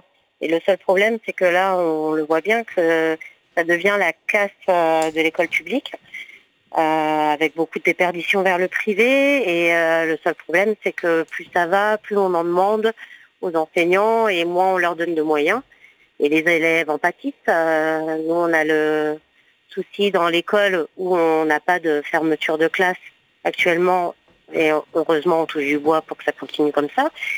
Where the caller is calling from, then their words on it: Paris, Île-de-France, France; Nous, aux on est dans Paris 13e.